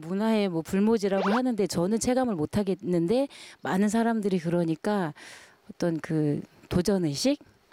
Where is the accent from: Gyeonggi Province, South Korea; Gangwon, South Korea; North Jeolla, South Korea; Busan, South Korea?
North Jeolla, South Korea; Imsil; born there; 저는 이제 태어난 건 전라북도 임실에서 태어났고요.